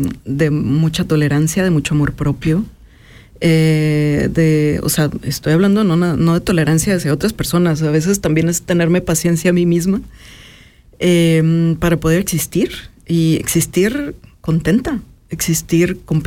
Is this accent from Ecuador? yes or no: no; northern Mexico, Mexico; moved away as an adult; also born or lived in United States; now in Europe; Soy mexicana, soy de la frontera norte de México, frontera con Texas, una frontera que para las personas de Latinoamérica es también la frontera entre el sur global y el norte. Es una frontera bastante compleja